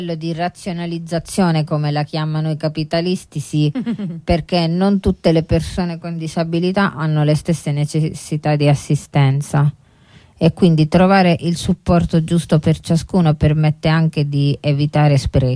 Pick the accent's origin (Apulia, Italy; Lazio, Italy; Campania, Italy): Apulia, Italy; io sono di origine, sono pugliese, quindi penso che in Puglia non si sia neanche mai arrivati a concettualizzare il decreto 162